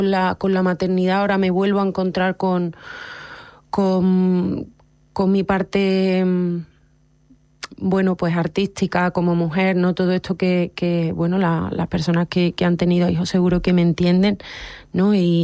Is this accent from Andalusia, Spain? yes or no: yes; Córdoba, Andalusia, Spain; moved away; also born or lived in Madrid; Córdoba es mi tierra de origen y para mí es una joya, es un sitio muy, muy especial, pero también amo Madrid porque he pasado casi 6 años en total de mi vida viviendo en Madrid